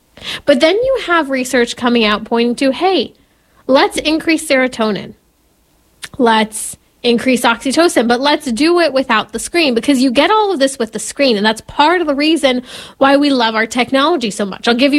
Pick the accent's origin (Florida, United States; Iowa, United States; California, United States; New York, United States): California, United States; Because I love my home state of California.